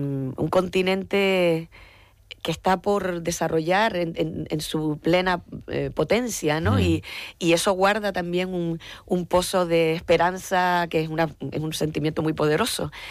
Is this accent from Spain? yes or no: yes; Canary Islands, Spain; Yo que soy de las islas, nosotros que somos de aquí, que somos, pues imagínate, ¿no? Un archipiélago aquí en mitad del Atlántico Medio